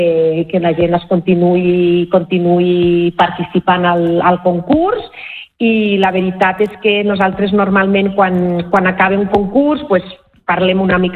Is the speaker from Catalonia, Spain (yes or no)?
yes; Tremp, Catalonia, Spain; born there; also born or lived in La Pobla de Segur; Sí. Jo sóc nascuda al Pallars, a Tremp.